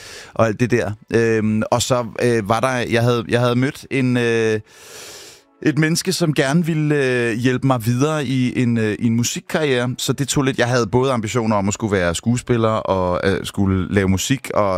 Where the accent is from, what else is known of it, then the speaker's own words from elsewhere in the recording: Gentofte, Capital Region of Denmark, Denmark; born there; Jeg er født på Gentofte sygehus.